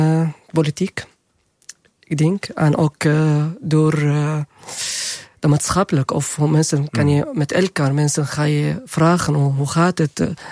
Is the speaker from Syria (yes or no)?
yes; Syria; Dutch is a second language; now in Netherlands; want ja, ik kwam uit Syrië, dus een beetje voor ons voorzichtig ontwerp.